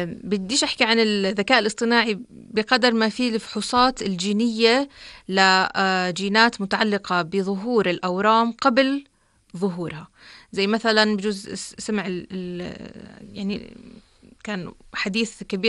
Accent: Jordan; الآن موجودة ومتوفرة عندنا في الأردن

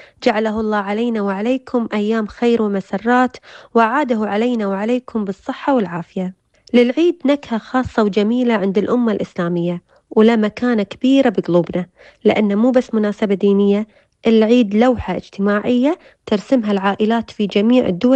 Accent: Kuwait

